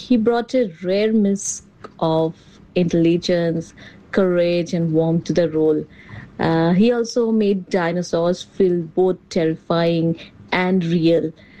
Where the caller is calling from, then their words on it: West Bengal, India; I'm calling from West Bengal, India.